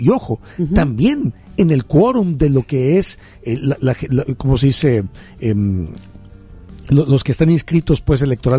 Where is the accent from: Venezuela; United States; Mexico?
Mexico